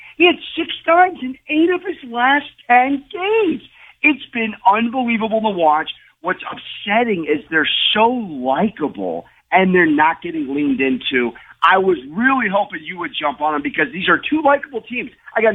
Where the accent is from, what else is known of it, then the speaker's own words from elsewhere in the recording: San Diego, California, United States; Listen, man, I'm from San Diego. It's a lot of nice weather I've lived.